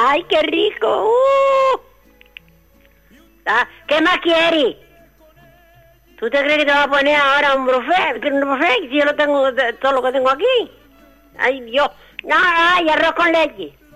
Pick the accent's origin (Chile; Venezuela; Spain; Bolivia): Spain; Las Palmas, Canary Islands; Y desde yo soy de Las Palmas.